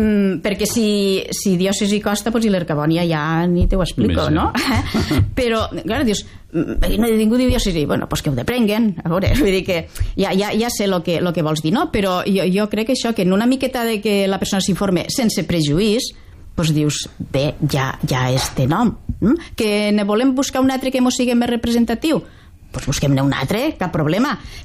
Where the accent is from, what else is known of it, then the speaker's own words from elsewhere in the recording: Vinaròs, Valencian Community, Spain; jo també sóc de Vinaròs